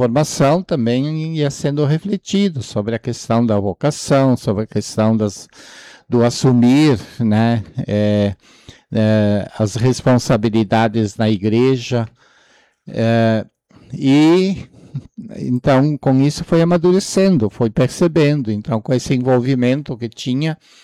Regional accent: Pejuçara, Rio Grande do Sul, Brazil; moved away as an adult; cidade de Pejuçara, pois era a paróquia da qual nós fazíamos parte, né? Da comunidade onde eu me criei

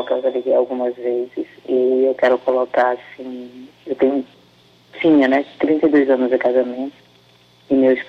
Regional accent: Rio de Janeiro, Brazil; now in Natal, Brazil; Sou natural do Rio de Janeiro.

